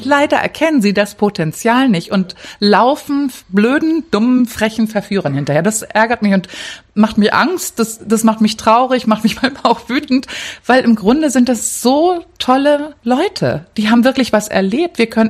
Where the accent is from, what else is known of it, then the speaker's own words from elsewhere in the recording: Cuxhaven, Lower Saxony, Germany; also born or lived in Hamburg; Ich bin eine Hamburgerin und dann in Cuxhaven groß geworden und habe mein Leben lang nur in Westdeutschland gelebt.